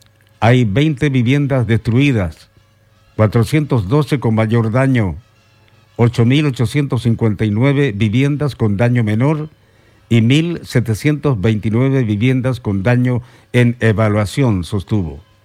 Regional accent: Chile; nuestra gran preocupación, como muchos chilenos, está precisamente centrado en las circunstancias de nuestros compatriotas en la zona sur de nuestro país.

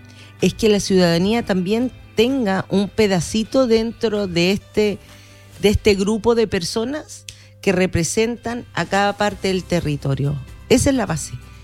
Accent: Chile

